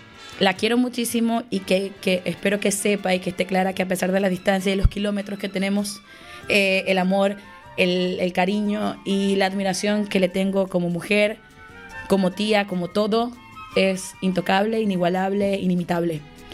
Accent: Venezuela; moved away as an adult; now in Budapest, Hungary; obviamente soy venezolana

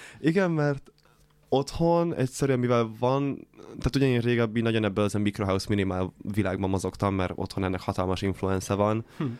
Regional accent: Transylvania, Romania; moved away; én Erdélyből származok

